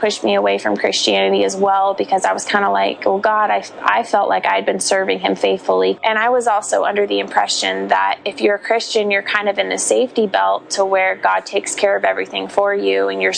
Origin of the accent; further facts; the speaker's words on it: Kansas City, Missouri, United States; also born or lived in Iowa; So I was born in Iowa and then grew up more in Kansas City.